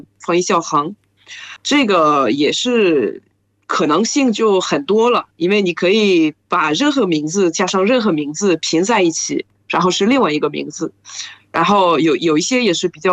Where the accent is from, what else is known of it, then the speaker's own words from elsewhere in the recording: France; Chinese is a second language; moved away; 我们法国人